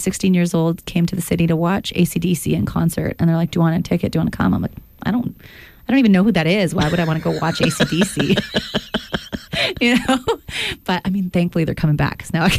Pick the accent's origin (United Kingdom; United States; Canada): Canada; Dauphin, Manitoba; I grew up in Dauphin, like I said, where we only had one radio station. It was 730 CKDM. And guess what they played? Country music.